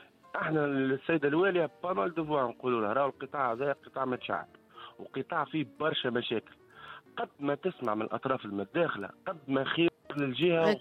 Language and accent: Arabic; Tunisia; ومن حقي اني يعني نخدم في بلادي